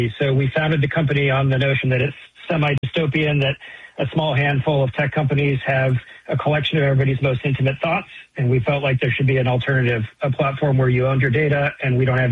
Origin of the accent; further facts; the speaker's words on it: Tacoma, Washington, United States; now in Seattle, United States; You know, I grew up in Tacoma. I remember being in middle school and I had to do a report on the startup community in Seattle.